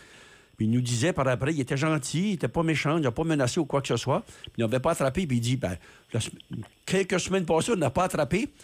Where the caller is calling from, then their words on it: Balmoral, New Brunswick, Canada; moi, je viens du comté de l'Estigouche, un petit village qui s'appelle maintenant Beaujoli. Anciennement, c'était Balmoral.